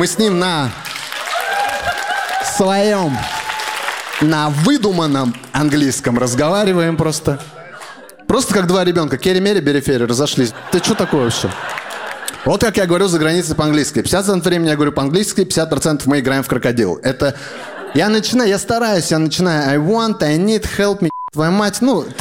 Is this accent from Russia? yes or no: yes; Russia; born there; I was born in Russia.